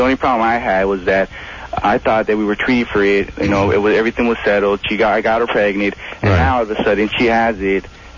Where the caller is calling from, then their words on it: California, United States; I'm from California